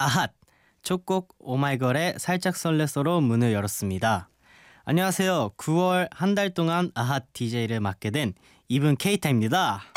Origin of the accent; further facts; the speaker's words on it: Japan; Korean is a second language; now in South Korea; 제가 연습생 때부터 따지면 꽤 오랜 기간이 됐는데 일본에서 한국에 온 지는 거의 7년 정도 넘은 것 같아요. 그래서 한국어도 꽤 하는 편이라고 합니다.